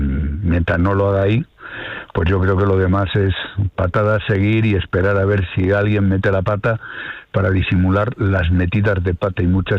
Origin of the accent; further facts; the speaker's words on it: Spain; Yo como español me da vergüenza lo que está pasando en Ceuta.